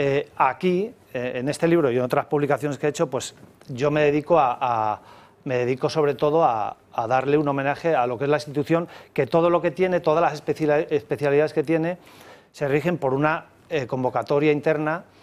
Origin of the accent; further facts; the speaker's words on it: Spain; como Guardia Civil, como policía judicial y como ciudadano español